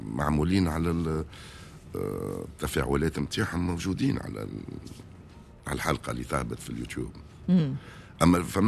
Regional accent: Tunisia; استعملنا الدارجه التونسيه نتاعنا دارجتنا التونسيه

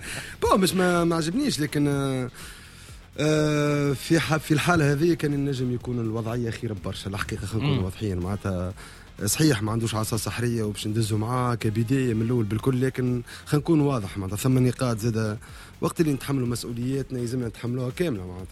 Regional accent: Tunisia; انا كتونسي مانيش صاحب القرار،

